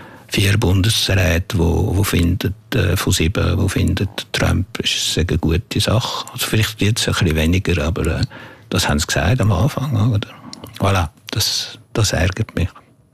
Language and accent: German; Switzerland; Aber ich habe geschrieben als ein Schweizer, oder irgendwie, wo das anschauen kann. Und nicht als ein Franzose, der jetzt hier Ihnen etwas erzählen will.